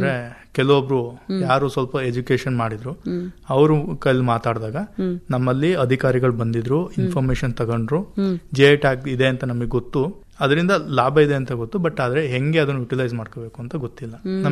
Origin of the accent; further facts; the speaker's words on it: Thattegere, Karnataka, India; also born or lived in Belur / Mysore; ಪ್ರಾಥಮಿಕ ಶಿಕ್ಷಣ ಊರಲ್ಲೇ ಆಗಿದೆ ಮ್ಯಾಮ್, ತಟ್ಟೆಗೆರೆ.